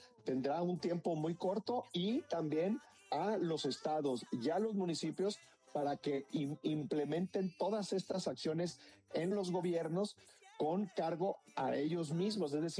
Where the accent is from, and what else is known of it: Mexico